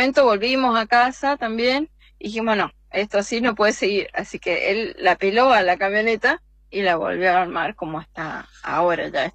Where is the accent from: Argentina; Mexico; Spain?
Argentina